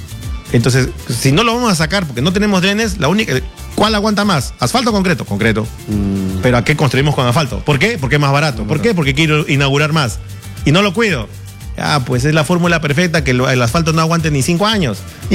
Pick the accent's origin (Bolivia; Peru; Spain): Peru; now in Arizona, United States